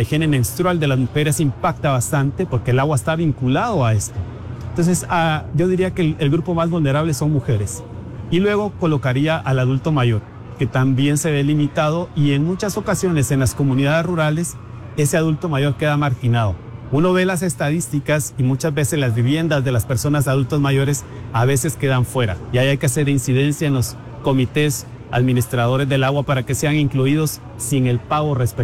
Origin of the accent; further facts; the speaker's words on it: San Agustín Acasaguastlán, El Progreso, Guatemala; Personalmente soy de San Agustín a Casaguastlán, entonces hablábamos del Progreso, Zacapa, Chiquimula